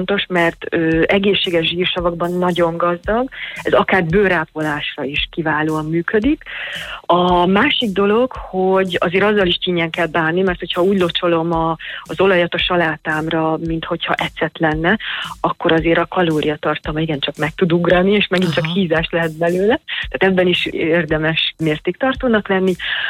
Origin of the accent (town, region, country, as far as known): Hungary; now in Tuscany, Italy